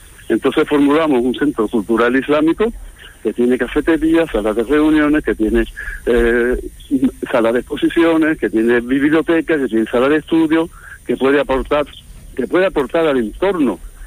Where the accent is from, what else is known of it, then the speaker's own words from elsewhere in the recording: Seville, Andalusia, Spain; Creo que somos sevillanos, tenemos que entrar en un discurso mucho más humano y mucho más próximo.